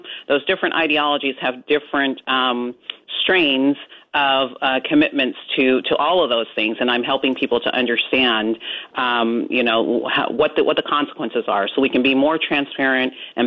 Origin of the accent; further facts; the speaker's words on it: California, United States; my home state of California